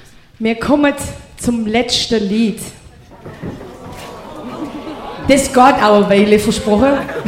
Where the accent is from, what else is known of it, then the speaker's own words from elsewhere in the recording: Baden-Württemberg, Germany; Also lassen Sie mich bitte nicht im Stich, ich bin auch Schwabe.